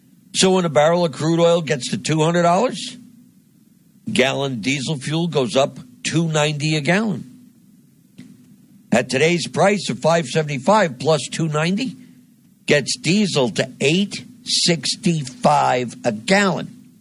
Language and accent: English; New Jersey, United States; born there; here in my home state of New Jersey